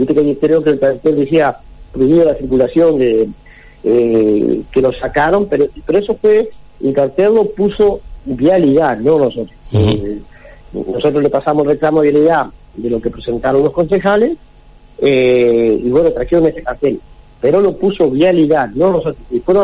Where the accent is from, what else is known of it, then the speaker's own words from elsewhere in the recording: Parera, La Pampa, Argentina; yo soy de Parera